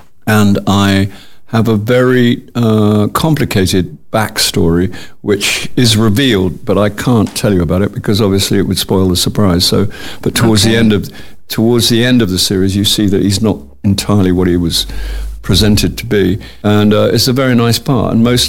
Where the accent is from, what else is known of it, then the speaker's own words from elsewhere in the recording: Ireland; Yeah, yeah. I was fed as an Irish boy. You know, I had all the classics. And so I did have that kind of background.